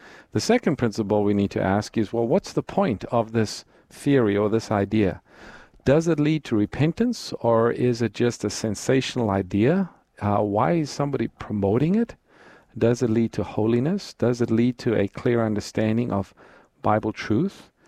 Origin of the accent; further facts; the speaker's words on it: South Africa; moved away; I'm from South Africa, grew up there